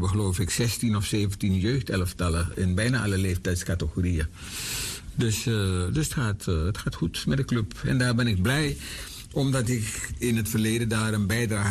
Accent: Suriname; Vooral ook omdat Real Renang een van de weinige dingen is die wij nog hebben als Surinamers.

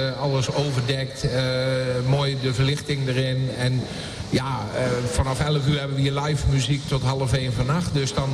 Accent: Doesburg, Gelderland, Netherlands; moved away as an adult; now in Vaassen, Netherlands; Ik kom uit Doesburg en ik was als jeugdbestuurslid van Doesburg Binnenstebuiten.

